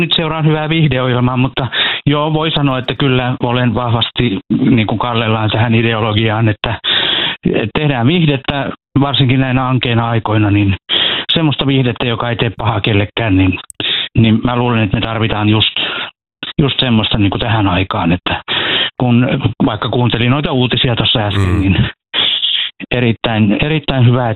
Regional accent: Turku, Southwest Finland, Finland; born there; moved away as an adult; also born or lived in Laukaa; now in Helsinki, Finland; Turkuun vei tie, ja sitten olin aika pitkään turkulainen, ja sitten nyt olin helsinkiläinen.

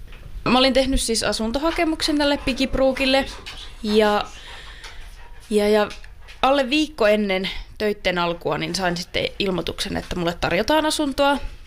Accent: Kokkola, Central Ostrobothnia, Finland; moved away as an adult; now in Vaasa, Finland; Kokkolasta, mistä itse olen kotoisin

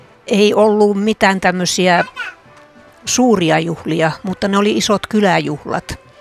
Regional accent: Kuopio, North Savo, Finland; olen Kuopiosta, olin köyhä opiskelija

